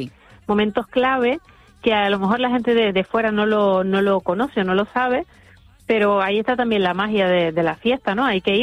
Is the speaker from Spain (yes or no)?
yes; Tejina, Canary Islands, Spain; also born or lived in Punta Hidalgo; yo soy tejinera, pero también soy de Punta Hidalgo.